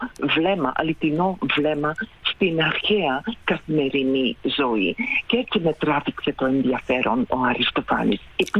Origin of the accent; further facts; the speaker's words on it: Flanders, Belgium; first language Flemish; Greek is a second language; also born or lived in Princeton; now in London, United Kingdom; Από ένα μικρό χωριό στο Βέλγιο ξεκίνησα, στη Φλάνδρα κιόλας, οπότε η μητρική μου γλώσσα είναι τα φλαμαντέζικα που είναι σαν τα Ολλανδικά, αλλά μου αρέσει να μιλάω ελληνικά